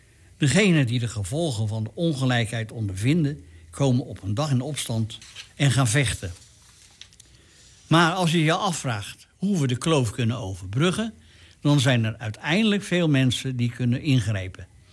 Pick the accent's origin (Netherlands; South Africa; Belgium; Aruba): South Africa; Tegelijkertijd is er als een Zuid-Afrikaan zoveel gebeurd in mijn leven. Toen ik 16 was, werden er klasgenoten van mij vermoord.